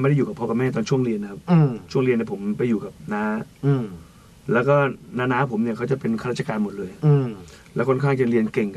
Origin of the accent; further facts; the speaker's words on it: Saraburi, Thailand; also born or lived in Isan; now in Lopburi, Thailand; เป็นคนสระบุรีบ้านเกิดอยู่สระบุรีนะครับแล้วก็แต่ตอนนี้ย้ายไปอยู่ที่ลพบุรีแล้วครับผ